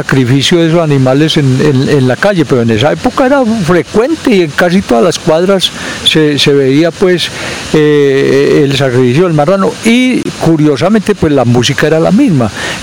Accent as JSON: {"language": "Spanish", "town": "Sonsón", "region": "Antioquia", "country": "Colombia", "tie": "born or raised there", "said": "los primeros diciembres que yo recuerdo fue en mi pueblo, en Sonsón, por allá en el año 1964-65."}